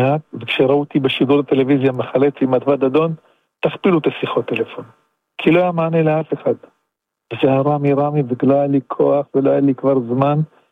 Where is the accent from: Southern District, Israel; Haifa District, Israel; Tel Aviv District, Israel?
Southern District, Israel; אני גדלתי באזור הזה, אני ישנתי, אני בכיתי באזור הזה כשהייתי ילד קטן.